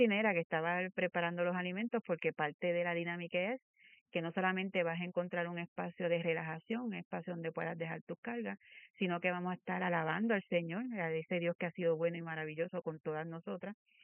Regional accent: Puerto Rico; nosotras como mujeres puertorriqueñas

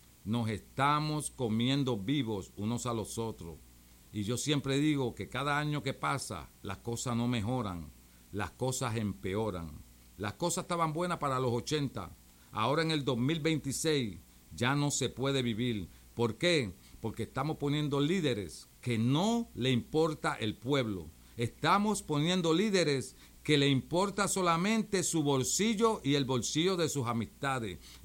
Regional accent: Frederiksted, Saint Croix, U.S. Virgin Islands; yo soy del pueblo de Freistead. Yo vivo en el pueblo de Freistead. Y yo camino el pueblo de Freistead todos los días.

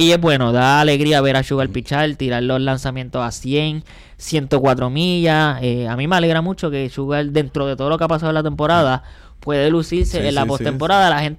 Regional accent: Puerto Rico; Bueno, como soy boricua, pues yo me alegro.

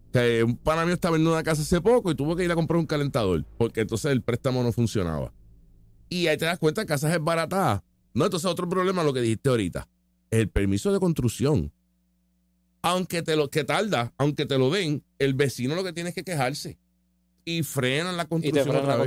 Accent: Puerto Rico; ¿Cómo yo evidencio que soy boricua? Porque hablo español.

